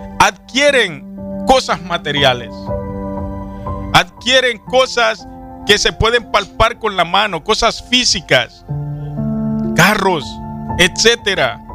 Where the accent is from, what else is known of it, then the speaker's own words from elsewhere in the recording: El Salvador; now in United States; Yo soy de la nacionalidad salvadoreño